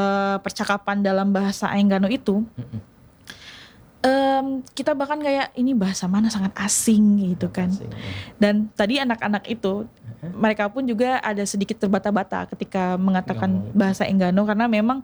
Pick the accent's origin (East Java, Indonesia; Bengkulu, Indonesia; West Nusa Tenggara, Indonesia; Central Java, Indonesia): Bengkulu, Indonesia; kayak misalnya saya orang Bengkulu ngomong bahasa Indonesia tuh pasti orang ketahuan iku pasti orang Sumatera, cek kan.